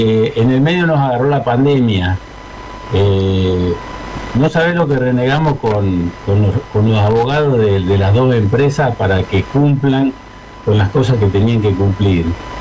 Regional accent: Argentina; nosotros como argentinos

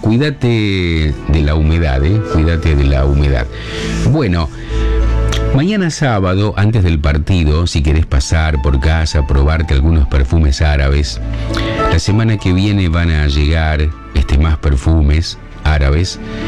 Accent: Arequito, Santa Fe, Argentina; nos ven en Villa Eloísa, Los Molinos, Arequito, mi pueblo, Los Nogales, San José de la Esquina, Arteaga.

